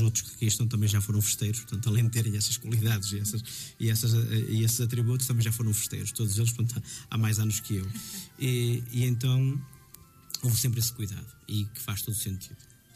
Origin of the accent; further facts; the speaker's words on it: Norte, Portugal; eu que sou de Água Nova